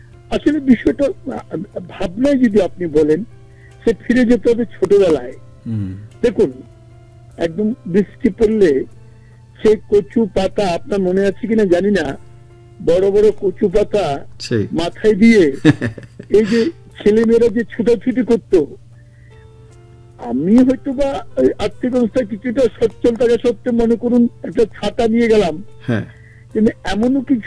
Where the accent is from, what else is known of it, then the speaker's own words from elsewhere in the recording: Belonia, Tripura, India; born there; now in Agartala, India; আসলে আমি আগরতলার বাসিন্দা হলেও আমার জন্ম বিলোনিয়াতে।